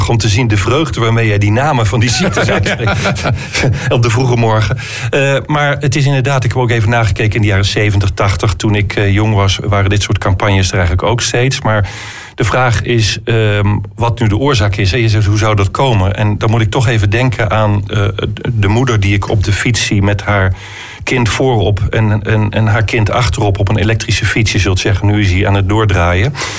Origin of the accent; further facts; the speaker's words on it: Groningen, Netherlands; ik ben ook Groninger